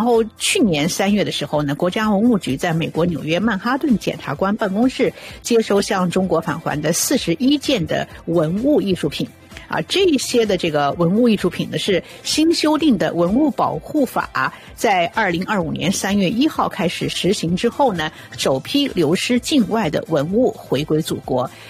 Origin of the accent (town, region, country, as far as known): Canada